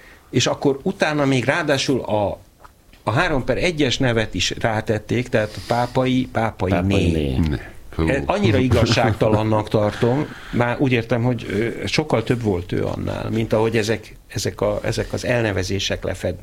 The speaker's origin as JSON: {"language": "Hungarian", "country": "Hungary", "tie": "born or raised there", "also_born_or_lived": "Palestine (birthplace)"}